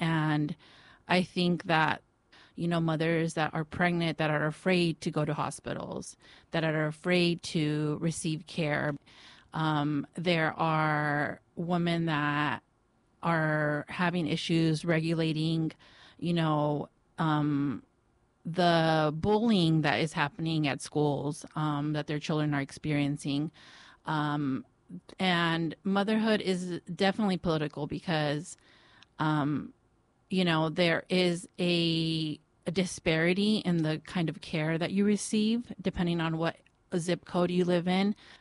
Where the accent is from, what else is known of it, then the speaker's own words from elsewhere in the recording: Oxnard, California, United States; my identity as a brown girl growing up in Oxnard